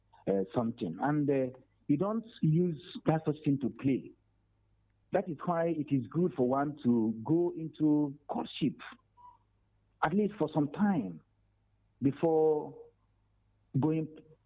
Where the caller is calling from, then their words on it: Enugu, Enugu State, Nigeria; I'm calling you from Enugu.